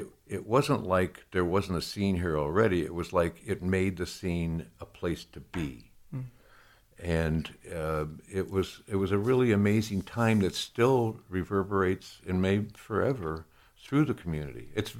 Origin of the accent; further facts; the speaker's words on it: New York, United States; now in Austin, United States; And we're both from New York. She's from Syracuse. I'm from upstate and then New York City.